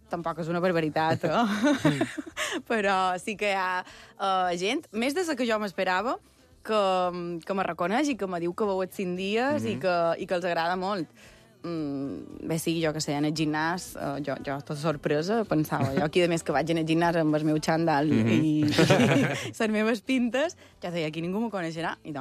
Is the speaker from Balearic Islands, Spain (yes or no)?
yes; Sencelles, Balearic Islands, Spain; now in Palma, Spain; Jo vaig néixer a Sencelles, he viscut pràcticament tota la meva vida a Sencelles, visc a Palma des de fa un poc més de 4 anys